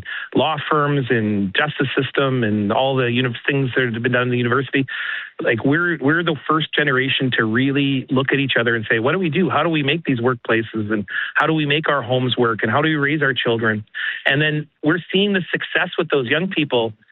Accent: Selkirk, Manitoba, Canada; I grew up in Selkirk, just north of Winnipeg

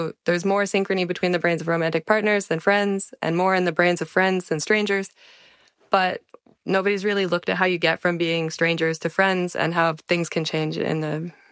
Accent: Canada; And I said, "Hi … I'm from Canada."

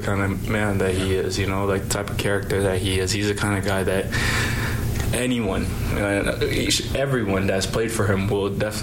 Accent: Ghana; Yeah. We actually played everything but football. Like, we ran, we were in track, we played soccer.

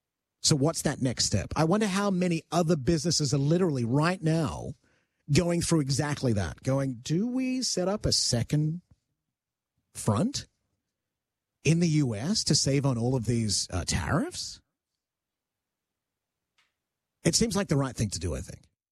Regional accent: Canada; I'm Canadian.

